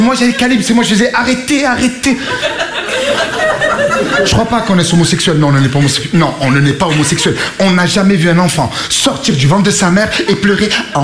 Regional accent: Marseille, Provence-Alpes-Côte d'Azur, France; accent: Marseille; Je viens de Marseille, j'ai fait le casting et on m'a pas pris pour deux raisons. La première, c'est que j'avais l'accent marseillais

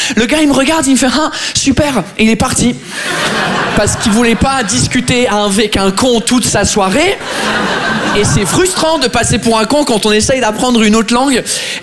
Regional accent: England, United Kingdom; French is a second language; now in France; je suis anglais. Est-ce que par hasard, il y a des anglais dans la salle ce soir avec moi?

